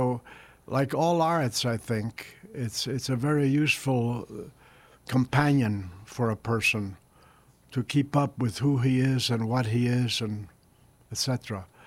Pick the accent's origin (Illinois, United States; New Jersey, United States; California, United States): New Jersey, United States; Elizabeth; also born or lived in Spain; I was born in Spain, and right after the Spanish Civil War, and my mother's brothers and sister helped us come across to America in 1949. So my first taste of America was Elizabeth, New Jersey, 15 miles outside of New York, and where I went to elementary school